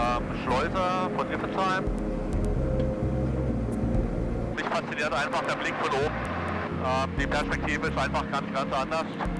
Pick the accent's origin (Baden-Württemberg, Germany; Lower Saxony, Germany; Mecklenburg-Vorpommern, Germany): Baden-Württemberg, Germany; Ich bin am Rhein aufgewachsen, in der Nähe von Freiburg.